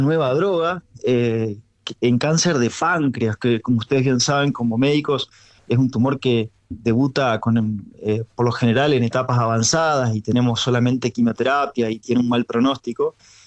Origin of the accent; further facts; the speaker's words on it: Argentina; para nosotros como argentinos